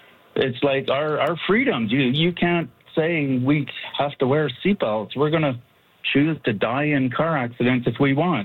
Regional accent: Ottawa, Ontario, Canada; when I grew up in Ottawa

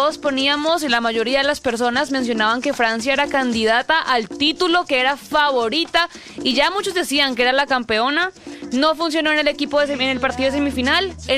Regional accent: Spain; Yo soy más española que la paella.

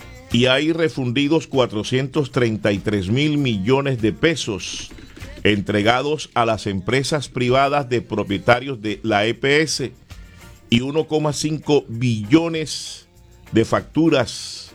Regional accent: Colombia; Siete, 13 en mi país, Colombia, 8 de Olímpica, más 13 minutos aquí al ladito en Venezuela.

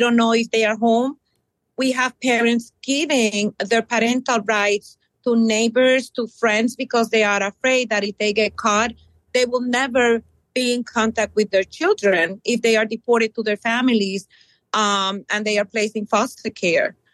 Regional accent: Puerto Rico; born there; I was born in Puerto Rico. And I share with them, even though I am a legal citizen because I was born in Puerto Rico

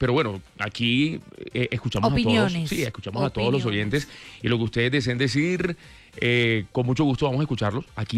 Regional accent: Barranquilla, Atlántico, Colombia; now in Bogotá, Colombia; Cuando me vine de Barranquilla...

